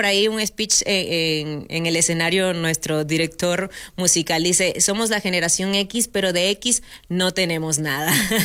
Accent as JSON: {"language": "Spanish", "country": "Venezuela", "said": "Yo, por ejemplo, soy venezolana"}